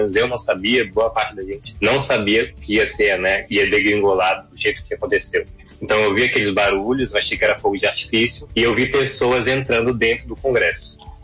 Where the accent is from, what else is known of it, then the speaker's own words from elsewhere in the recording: Brasília, Federal District, Brazil; Sim, então eu sou de Brasília mesmo, né?